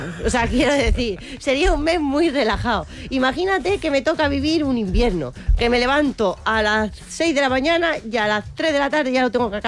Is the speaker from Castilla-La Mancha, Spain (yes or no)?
yes; Albacete, Castilla-La Mancha, Spain; toda mi familia y yo soy de Albacete